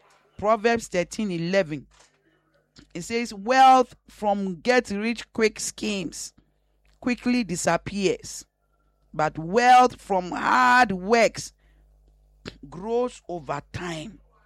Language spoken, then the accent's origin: English; Ghana; I am sad as a mother. I am sad as a prophet. I am sad as a Ghanaian.